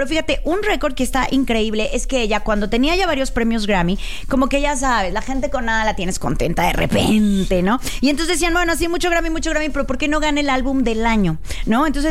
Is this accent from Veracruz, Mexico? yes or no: yes; Veracruz, Mexico; Soy jarocha